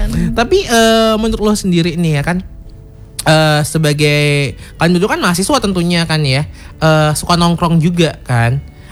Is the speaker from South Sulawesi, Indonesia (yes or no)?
no; Lampung, Indonesia; kita warga Lampung